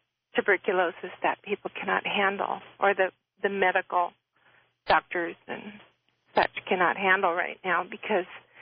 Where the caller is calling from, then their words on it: Glendora, California, United States; Hi, I'm calling from Glendora, California.